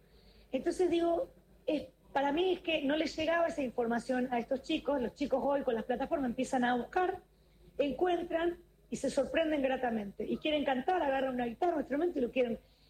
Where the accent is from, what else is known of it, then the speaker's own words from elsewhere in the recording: Santa Fe, Argentina; Yo soy santafesina y para mí haberme criado escuchando … es como decir, es parte de lo que a mí me representa.